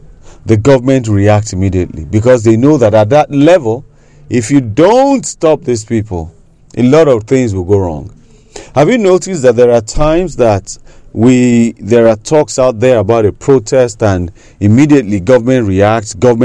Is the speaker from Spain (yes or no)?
no; Nigeria; As a Nigerian, you need to know your country.